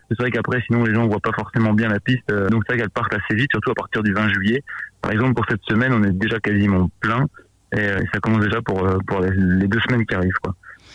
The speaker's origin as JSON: {"language": "French", "town": "Lille", "region": "Hauts-de-France", "country": "France", "lives_now": "Lourdes, France", "said": "On a déménagé à Lourdes il y a 4 ans. On vient de Lille"}